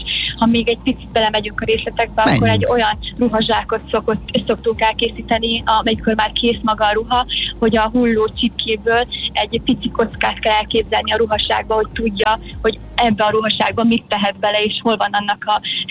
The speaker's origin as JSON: {"language": "Hungarian", "region": "Zakarpattia Oblast", "country": "Ukraine", "tie": "born or raised there", "moved": "yes", "lives_now": "Budapest, Hungary", "said": "Én Kárpátalján születtem"}